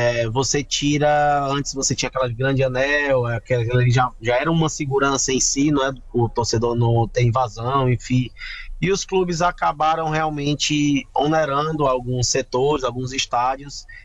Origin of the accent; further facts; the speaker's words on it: Brazil; falando como brasileiro